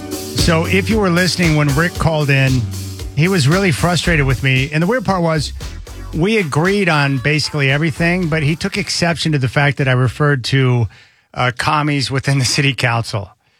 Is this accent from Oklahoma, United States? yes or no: yes; Oklahoma, United States; Well, I'm from Oklahoma, Rick.